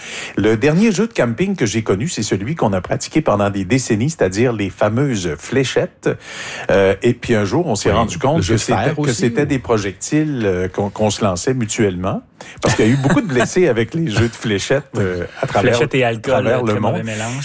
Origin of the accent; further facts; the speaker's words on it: Quebec, Canada; Il y a 3 parcs éoliens situés chez nous, au Bas-Saint-Laurent, qui font partie de cette entente-là.